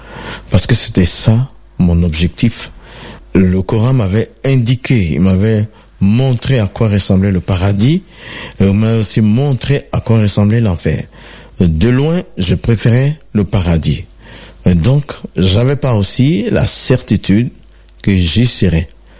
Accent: Côte d’Ivoire; je suis originaire de la Côte d'Ivoire.

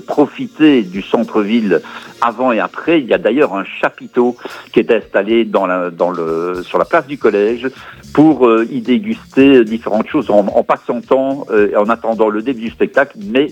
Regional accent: Herve, Wallonia, Belgium; moved away as an adult; now in Brussels, Belgium; je suis hervien d'origine et j'ai migré à Bruxelles pour des raisons professionnelles il y a une trentaine d'années, mais je retourne régulièrement sur le plateau et dans ce fabuleux terroir.

